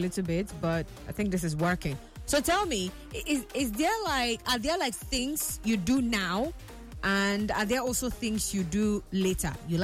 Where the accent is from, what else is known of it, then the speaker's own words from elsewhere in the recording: Port Harcourt, Rivers, Nigeria; from Port Harcourt.